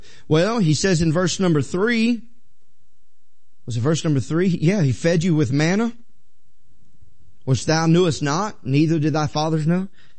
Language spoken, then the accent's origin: English; United States; we are American.